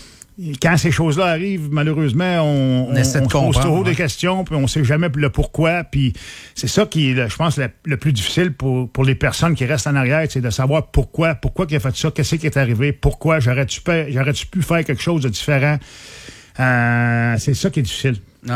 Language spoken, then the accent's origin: French; Saint-Bruno, Quebec, Canada; Je viens de Saint-Bruno, je m'entraînais là